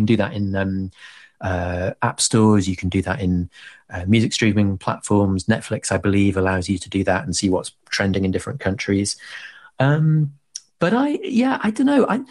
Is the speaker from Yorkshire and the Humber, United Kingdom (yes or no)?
yes; Leeds, Yorkshire and the Humber, United Kingdom; the taxi driver in Jalisco knows about Leeds United, which is, you know, my hometown where I grew up.